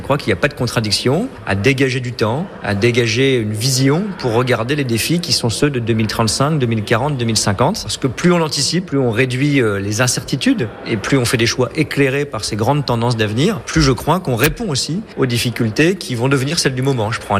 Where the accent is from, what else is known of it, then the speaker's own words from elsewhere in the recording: Paris, Île-de-France, France; Moi, je viens de Paris